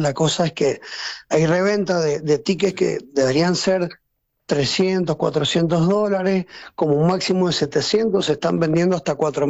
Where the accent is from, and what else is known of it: Mendoza, Argentina